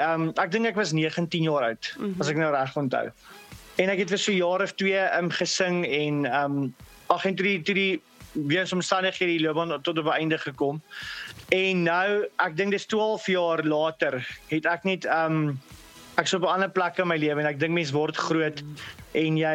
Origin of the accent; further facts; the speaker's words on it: Barberton, Mpumalanga, South Africa; moved away; also born or lived in Meyerton; ek het groot geword in Barberton in daai jare toe die musiek begin het. En ja, maar die wêreld getravel in Meyerton opgeëindig.